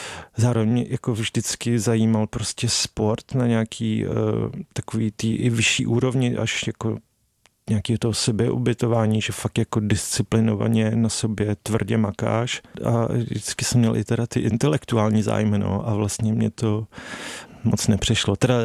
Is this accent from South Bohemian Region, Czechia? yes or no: no; Kadaň, Ústí nad Labem Region, Czechia; Jo, já jsem z Kadaně, což je teď nádherný, malebný, takový jako blahobytný městečko, ale v těch 90. to bylo jakoby hrozný.